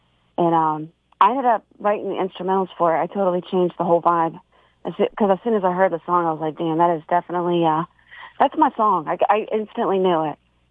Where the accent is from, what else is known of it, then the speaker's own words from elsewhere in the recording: Virginia, United States; also born or lived in Maryland, United States; So, actually, I grew up in a couple places. I grew up in Virginia, and then I grew up in Maryland.